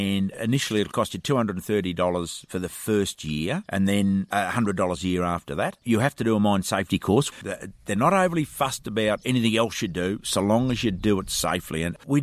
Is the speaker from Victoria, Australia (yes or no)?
yes; Bairnsdale, Victoria, Australia; moved away as an adult; We're from Beansdale and not quite on the 90-mile beach down there.